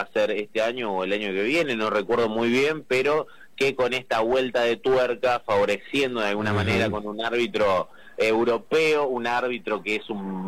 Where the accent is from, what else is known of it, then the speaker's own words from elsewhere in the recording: Argentina; Sabemos que está lleno de argentinos en el mundo, somos los mejores en casi todo, y nos replegamos por el mundo para seguir siendo los mejores.